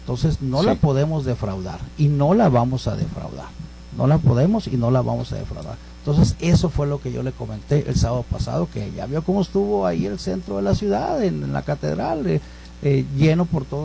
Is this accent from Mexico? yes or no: yes; Sinaloa, Mexico; moved away as an adult; now in Ciudad Juárez, Mexico; Me traje a mi primer hijo de un año, mi esposa, soy originario de Sinaloa.